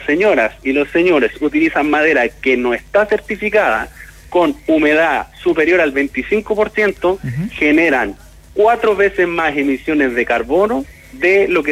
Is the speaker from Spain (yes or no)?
no; Concepción, Biobío, Chile; Los que somos penquistas, mi viejo, los que somos penquistas estamos acostumbrados de que acá, lamentablemente, es tropicón, se llueve cuando quiera